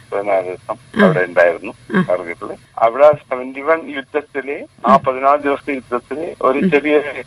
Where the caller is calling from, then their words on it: Echur, Kerala, India; ഞാൻ ഏച്ചൂർ നിന്നാണ് വിളിക്കുന്നത്.